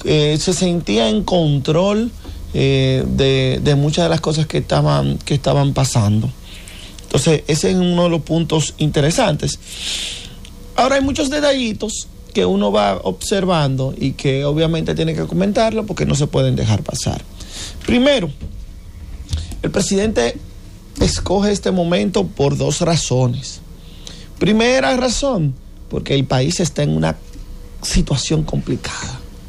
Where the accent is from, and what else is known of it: Dominican Republic